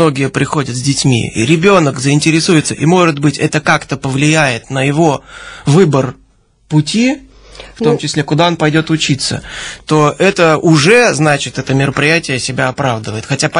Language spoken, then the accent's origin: Russian; Saint Petersburg, Russia; я сам петербуржец